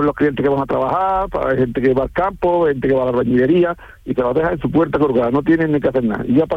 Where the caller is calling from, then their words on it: Montejícar, Andalusia, Spain; Aquí en la panadería. Estoy en Montejica, Granada.